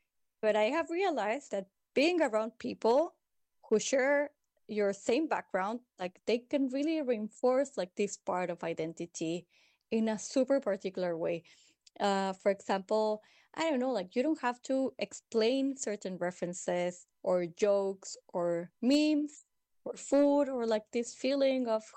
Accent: Mexico; I'm from Mexico. I'm 39 years old.

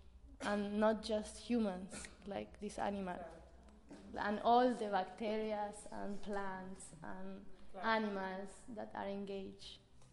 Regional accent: Argentina; English is a second language; I'm a ceramist. I'm here. I'm from Argentina, and I would like to meet you.

